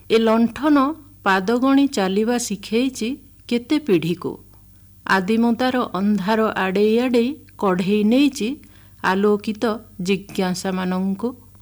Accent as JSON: {"language": "Odia", "region": "Odisha", "country": "India", "tie": "born or raised there", "said": "ସୁନ୍ଦରଗଡ଼ ଜିଲ୍ଲାର ଗୋଟେ ଗାଁ, ପ୍ରାକୃତିକ ସୌନ୍ଦର୍ଯ୍ୟ ପରିପୂର୍ଣ୍ଣ ସେ ଗାଁଟି ଭିତରେ ମୋର ଛୁଆବେଳ କଟିଛି।"}